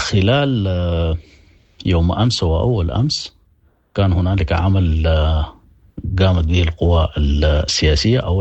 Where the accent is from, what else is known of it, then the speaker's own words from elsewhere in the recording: Sudan; لأنه لم يتوفر هذا من زمن بعيد بالنسبة لنا كسودانيين